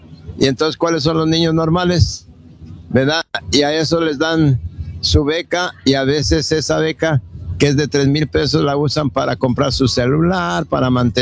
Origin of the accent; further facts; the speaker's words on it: Guadalajara, Jalisco, Mexico; No, yo soy originario de Guadalajara. Sin embargo, vengo de la diócesis de Cuernavaca, Morelos